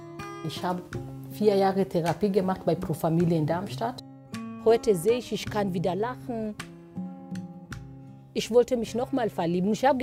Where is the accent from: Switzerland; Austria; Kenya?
Kenya; Wir haben verschiedene Länder. Ich komme aus Kenia.